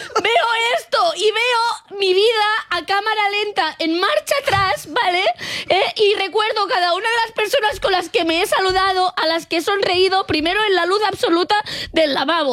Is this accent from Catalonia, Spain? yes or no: yes; Catalonia, Spain; soy catalana